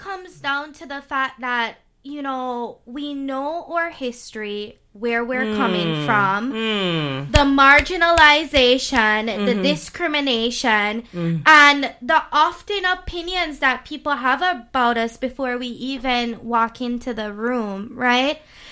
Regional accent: Jamaica; now in New Brunswick, Canada; I'm from Jamaica

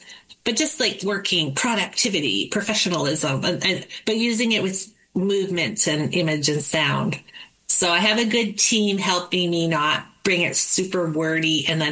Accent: Kamloops, British Columbia, Canada; born or raised there

